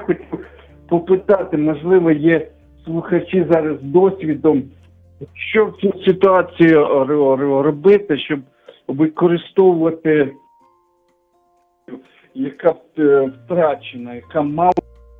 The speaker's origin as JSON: {"language": "Ukrainian", "region": "Kyiv Oblast", "country": "Ukraine", "tie": "born or raised there", "also_born_or_lived": "Irpin"}